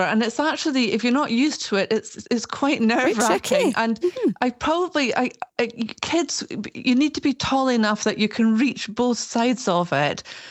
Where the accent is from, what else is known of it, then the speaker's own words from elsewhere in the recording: Glen Nevis, Scotland, United Kingdom; So I grew up in Glen Nevis and we used to play there as a child and swim in the river there.